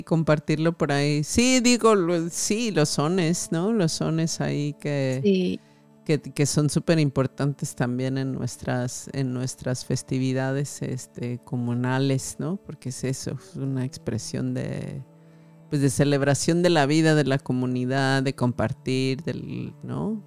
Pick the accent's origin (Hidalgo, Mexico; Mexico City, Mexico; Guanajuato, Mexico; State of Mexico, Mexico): Mexico City, Mexico; born there; viví la mayor parte de mi vida en la Ciudad de México